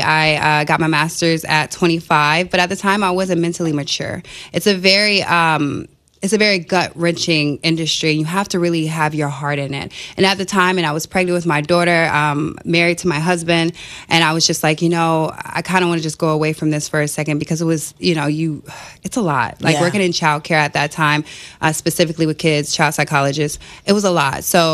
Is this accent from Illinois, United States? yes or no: no; Vero Beach, Florida, United States; because I'm from Vero Beach, Florida, and it's where the Dodgers used to spring train at. So I was a little Dodger growing up.